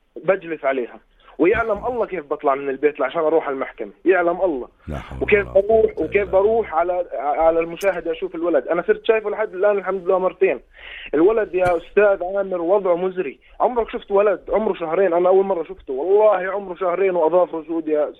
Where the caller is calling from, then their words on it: Jordan; ما شاء الله اقل شارع عندنا في الاردن فيه 3-4 دوريات